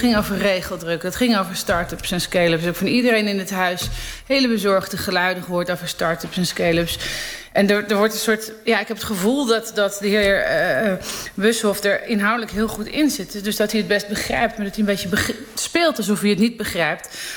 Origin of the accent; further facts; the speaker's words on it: Amsterdam, North Holland, Netherlands; Ja, als geboren en getogen Amsterdammer. En mijn vader is in dezelfde wijk en in dezelfde generatie als Cruijff opgegroeid in de Meer. En ik 1 buurt verder.